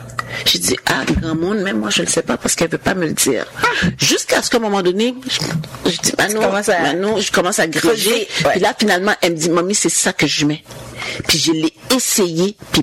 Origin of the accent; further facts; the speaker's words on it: Jacmel, Sud-Est, Haiti; Mais je pense que c'est tout dans la région d'Haïti même, parce que nous autres, on vient de Jacmel.